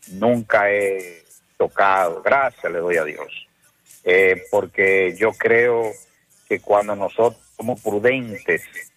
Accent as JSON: {"language": "Spanish", "town": "Moca", "region": "Espaillat", "country": "Dominican Republic", "said": "buenos días, mi pueblo mocano"}